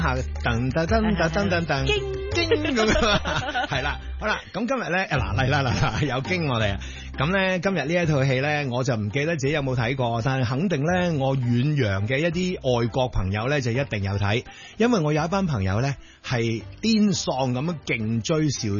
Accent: Hong Kong; 有阵时咧，啲人会话你喺边度嚟？我香港，

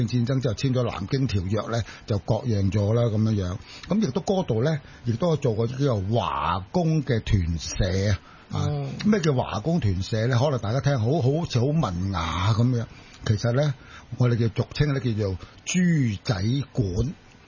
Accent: Chaozhou, Guangdong, China; 我都系潮州人。

